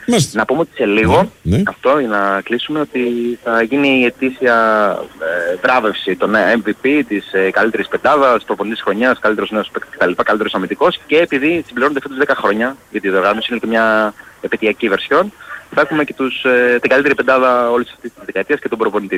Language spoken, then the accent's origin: Greek; Greece; επειδή είμαστε Έλληνες και είμαστε εδώ πέρα που είμαστε.